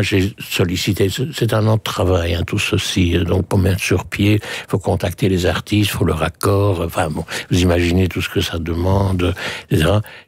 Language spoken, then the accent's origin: French; Belgium; born there; also born or lived in Switzerland; je suis né en 1945, en Suisse, effectivement. Et très vite, on est rentré en Belgique, en fait. Je n'ai pas de souvenirs de la Suisse, sauf des photos.